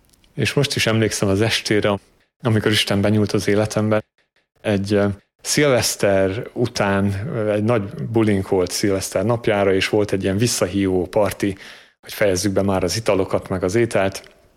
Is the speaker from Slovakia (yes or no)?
no; Transylvania, Romania; also born or lived in England; now in Hungary; Erdélyben születtem és nevelkedtem, majd Isten 12 évre Angliába vezetett, és most 2 éve Magyarországon élünk a közösséggel. Katolikus családban születtem és nőttem fel